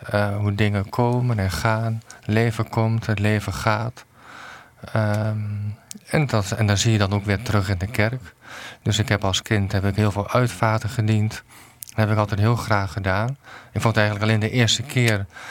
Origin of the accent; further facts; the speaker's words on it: Overijssel, Netherlands; Ik ben geboren en getogen in Twente. En dus mijn achternaam is ook een echt typisch Twentse naam.